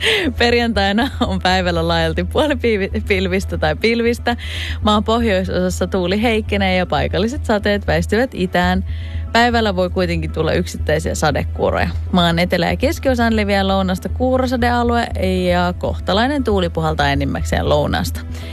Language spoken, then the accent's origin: Finnish; Turku, Southwest Finland, Finland; Joo, uutissi Turusta, eli mun rakkaasta kotikaupungistani.